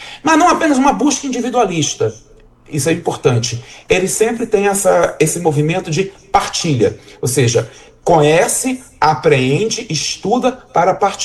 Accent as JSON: {"language": "Portuguese", "region": "Rio de Janeiro", "country": "Brazil", "tie": "born or raised there", "said": "Eu sou de Campo Grande, sou nascido e criado no, na Zona Oeste"}